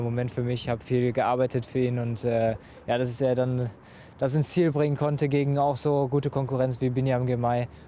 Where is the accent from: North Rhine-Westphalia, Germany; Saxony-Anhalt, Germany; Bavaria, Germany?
North Rhine-Westphalia, Germany; Cologne; Ich denke, das kann man als Kölner fast schon mit einer Tour de France-Etappe gleichstellen.